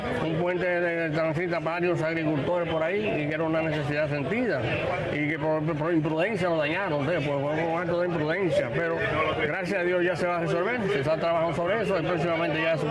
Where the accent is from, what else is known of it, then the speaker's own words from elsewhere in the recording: Dominican Republic; Nosotros, como como dominicano